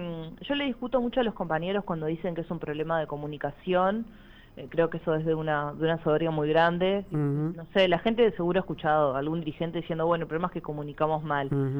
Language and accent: Spanish; Fray Bentos, Río Negro, Uruguay; yo soy de Fray Bentos, entonces lo tengo el interior presente